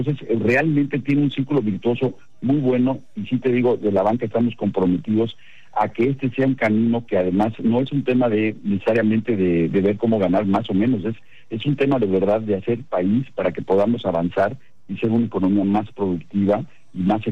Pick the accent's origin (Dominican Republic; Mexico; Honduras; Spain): Mexico; a mí me inspira mucho como mexicano